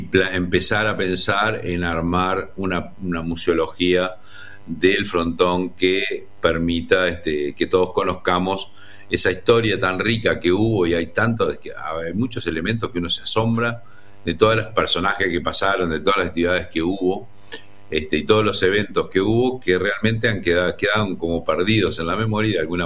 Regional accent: Colonia, Uruguay

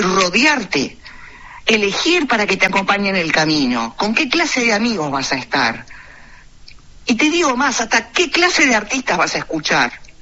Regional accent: Uruguay; Yo no solamente hablo por mi pueblo, por la colectividad judía de Uruguay.

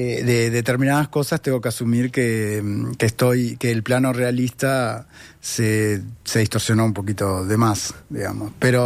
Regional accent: Montevideo, Uruguay; soy absolutamente montevideano

